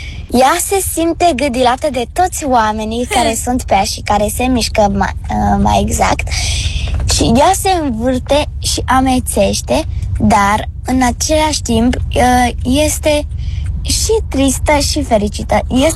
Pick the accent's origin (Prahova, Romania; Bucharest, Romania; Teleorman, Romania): Bucharest, Romania; din București, am 9 ani.